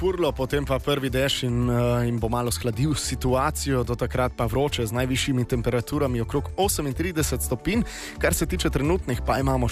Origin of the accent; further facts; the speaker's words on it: Slovenian Littoral, Slovenia; Odlični vozniki smo očitno Primorci